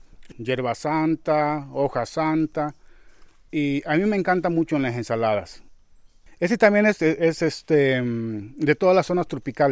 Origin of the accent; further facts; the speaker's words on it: Guerrero, Mexico; Entonces nos vinimos al estado de Guerrero y pues eso hace ya un ratillo, hace ya 40 y tantos años, 43 años precisos, y ya, nos quedamos aquí. Está la fecha, ¿no? Yo básicamente aquí crecí.